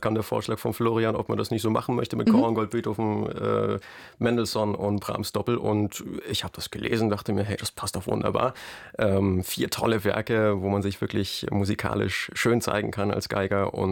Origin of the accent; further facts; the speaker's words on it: Munich, Bavaria, Germany; Ich als Münchner?